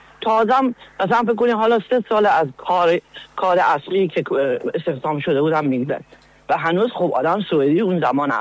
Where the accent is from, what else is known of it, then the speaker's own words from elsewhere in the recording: Iran; now in Sweden; اومده بودم سوئد، بعد از اینکه خب حالا اقامت گرفتیم و کلاس اسبی رفتیم، اولین کاری که گرفتم، خب چون از ایران اومدم فکر میکردم خب باید اینجا مثل سیاسی باشی